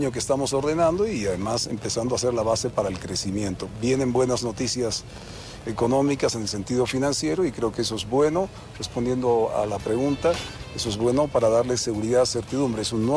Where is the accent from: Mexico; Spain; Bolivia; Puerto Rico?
Bolivia; Tarija; como tarijeño, como parte del comando de nuestra Policía Nacional y a su vez como boliviano.